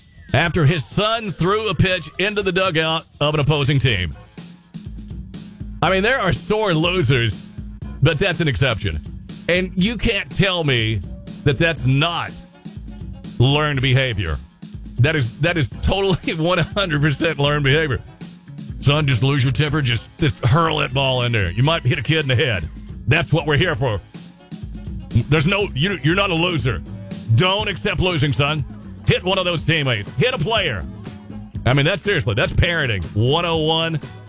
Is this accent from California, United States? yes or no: no; Kentucky, United States; I was raised in Kentucky. We did cow tipping.